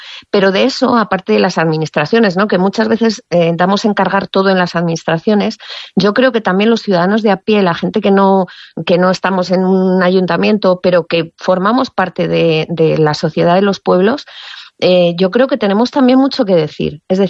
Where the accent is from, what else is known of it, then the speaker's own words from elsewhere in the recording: Piedrahíta, Castile and León, Spain; also born or lived in Martínez; Como sabes, soy de un pueblo, aunque realmente he vivido toda mi vida desde un año en Piedrahíta, pero mis raíces, yo nací en Martínez, ¿no?, que es un pueblo muy pequeñito, mucho más pequeño que Piedrahíta, muy cercano a Piedrahíta, del que mis padres se trasladaron cuando éramos pequeños